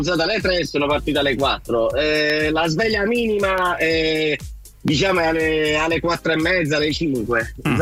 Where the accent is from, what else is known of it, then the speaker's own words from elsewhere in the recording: Melfi, Basilicata, Italy; io sono di Melfi e faccio l'autotrasportatore.